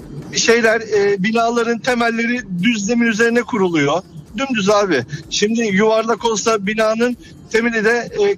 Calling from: Istanbul, Turkey; İstanbul.

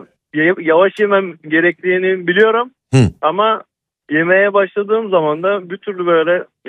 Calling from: Aliağa, İzmir, Turkey; Ben İzmir'den arıyorum, Ali Ağa'dan.

